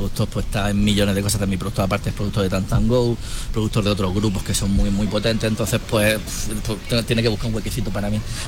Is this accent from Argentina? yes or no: no; Huércal-Overa, Andalusia, Spain; Yo soy de Huerca.